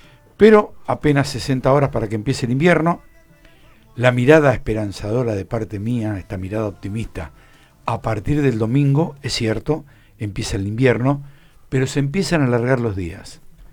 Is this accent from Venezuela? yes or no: no; Ingeniero White, Buenos Aires Province, Argentina; yo nací y me crié en Ingeniero Guay